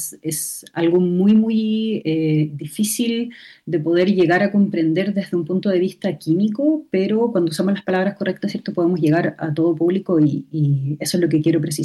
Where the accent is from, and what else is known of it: Chile